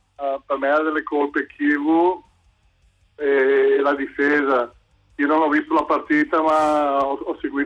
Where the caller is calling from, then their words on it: Bergamo, Lombardy, Italy; di Bergamo.